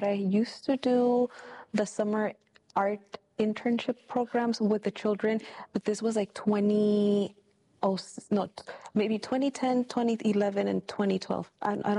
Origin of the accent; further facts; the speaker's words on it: Oxnard, California, United States; also born or lived in Port Hueneme, California / Long Beach, California; I was born in Port Hueneme. I grew up in Oxnard, specifically in the neighborhood of La Colonia, just over the bridge.